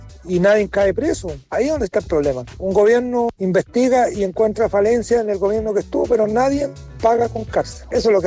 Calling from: Rancagua, O'Higgins, Chile; Soy … de Rancagua

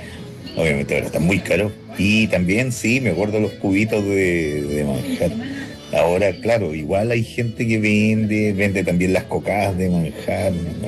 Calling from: Santiago, Santiago Metropolitan Region, Chile; vivo en Santiago.

